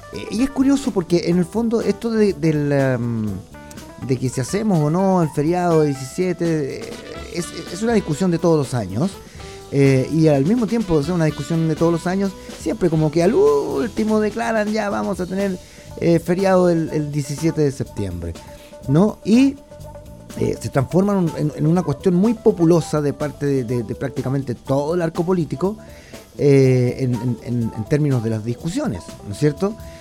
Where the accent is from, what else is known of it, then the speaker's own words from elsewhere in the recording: Chile; esta celebración tan desmesurada que nos caracteriza como chilenos y chilenas